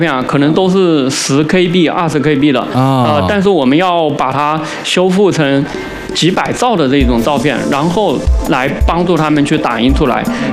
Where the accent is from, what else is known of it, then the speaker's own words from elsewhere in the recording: China; 我们中国人